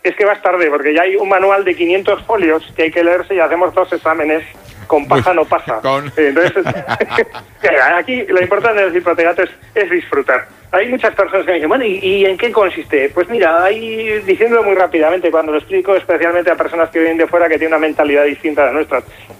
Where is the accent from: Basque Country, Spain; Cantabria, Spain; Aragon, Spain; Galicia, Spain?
Aragon, Spain; soy un aragonés integrado.